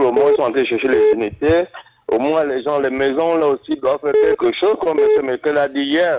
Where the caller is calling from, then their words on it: Bakota area, Gabon; ici chez nous au Bakota